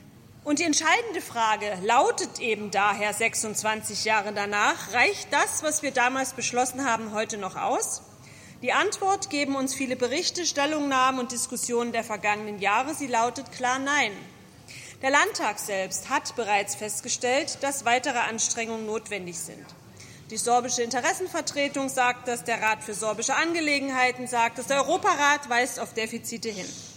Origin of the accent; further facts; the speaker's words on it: Saxony, Germany; Ich komme aus der Oberlausitz